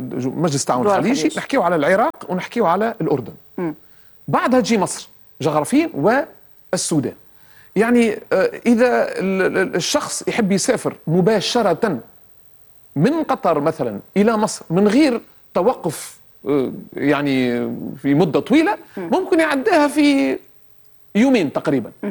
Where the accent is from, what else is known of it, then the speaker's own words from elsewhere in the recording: Tunisia; now in Qatar; أنا مثلا من تونس، احنا يعني حتى بيننا نحن التونسيين